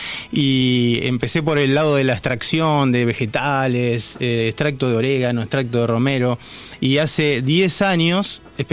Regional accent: Quilmes, Buenos Aires Province, Argentina; Es la ciudad de la cerveza. Ahí estoy, hincha argentino de Quilmes, ¿eh?

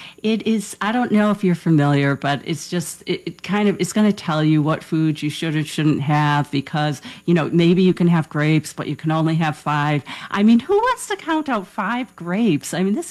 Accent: Ireland; And of course, I'm the Irish dietitian, so we don't count alcohol calories.

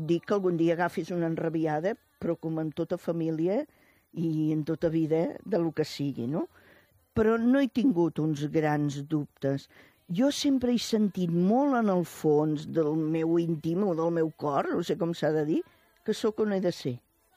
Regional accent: Reus, Catalonia, Spain

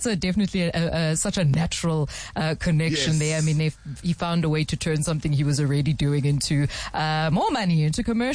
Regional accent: South Africa; whenever they ask me, oh, where are you from? And I say South Africa.

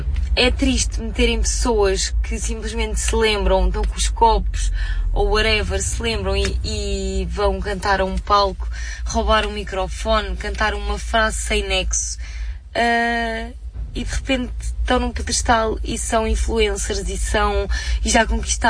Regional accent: Lisbon, Portugal; eu sou de Lisboa

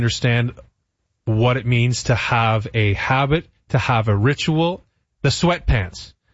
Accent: Canada; as a Canadian

